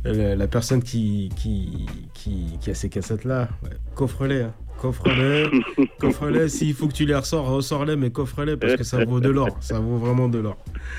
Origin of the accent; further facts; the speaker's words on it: Guadeloupe; je suis Guadeloupéen